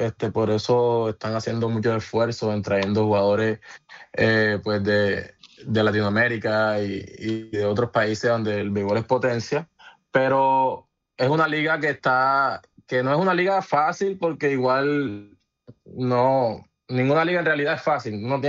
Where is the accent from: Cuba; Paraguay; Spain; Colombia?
Colombia; moved away as an adult; now in Split, Croatia; y pues mi persona, que soy de Colombia